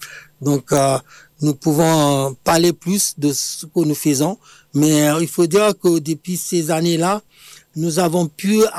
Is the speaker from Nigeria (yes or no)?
yes; Iloro, Oyo, Nigeria; moved away as an adult; now in France; quand j'étais au Nigeria, j'ai mon village natal qui s'appelle Iloro, dans l'état d'Oyo, n'avait pas du tout l'eau potable.